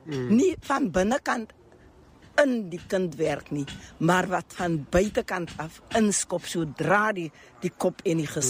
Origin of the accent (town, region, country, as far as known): Joubertina, Eastern Cape, South Africa; born or raised there